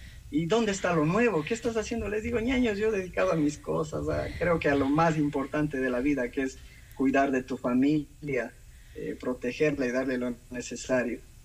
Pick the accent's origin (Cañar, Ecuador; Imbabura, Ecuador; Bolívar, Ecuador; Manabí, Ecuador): Imbabura, Ecuador; Pimampiro; Del cantón más bonito de Imbabura, mi reina. Es el cantón Pimampiro